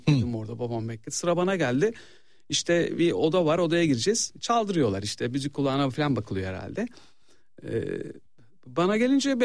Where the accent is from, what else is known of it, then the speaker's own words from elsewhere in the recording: Istanbul, Turkey; born there; Tabii İstanbul, Üsküdar doğumluyum ben.